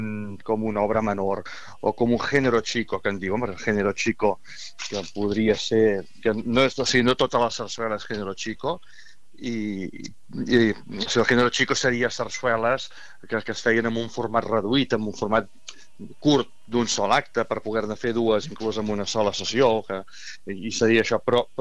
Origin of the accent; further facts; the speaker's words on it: Catalonia, Spain; perquè penso, ostres, com a català o espanyol, si a vegades n'he representat més a Espanya, doncs em veig amb l'obligació de fer-ho